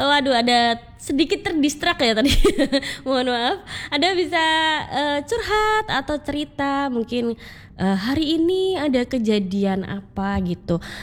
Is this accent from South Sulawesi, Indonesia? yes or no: no; Surakarta, Central Java, Indonesia; Saya asli Solo dari lahir